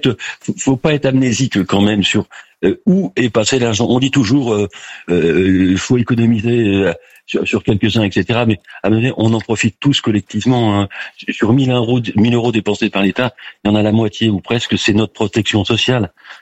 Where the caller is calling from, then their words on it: Clermont-Ferrand, Auvergne-Rhône-Alpes, France; Clermont-Ferrand.